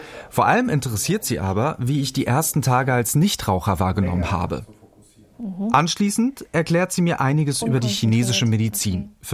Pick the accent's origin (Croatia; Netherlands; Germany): Croatia; Als Kroate denke ich eher an Cevapcici, aber ich lasse mich jetzt mal drauf ein.